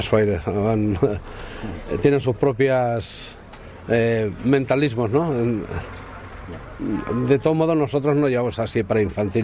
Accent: Valencia, Valencian Community, Spain

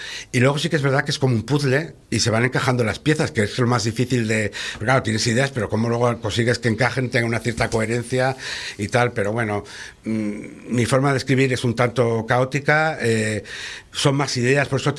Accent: León, Castile and León, Spain; born there; yo nací en León porque casualmente en aquella época mi madre sacó unas cátedras y eligió León, y mi padre siguió a mi madre.

